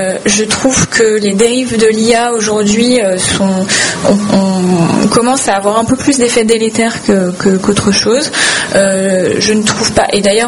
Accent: Brittany, France; J'ai grandi en Bretagne

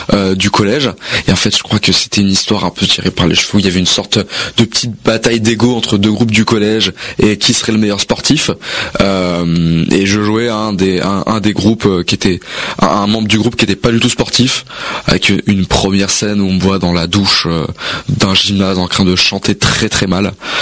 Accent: Taverny, Île-de-France, France; Oui, depuis que j'ai 3 ans, que des souvenirs à Taverny, toute mon enfance était à Taverny

